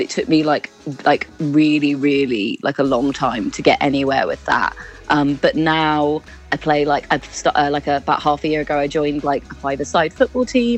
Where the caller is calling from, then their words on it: London, United Kingdom; I'm in Bow in East London.